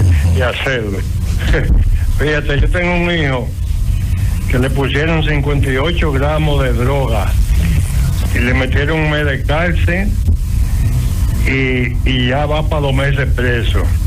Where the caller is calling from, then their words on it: Santo Domingo Oeste, Santo Domingo, Dominican Republic; de Las Palmas de Herrera.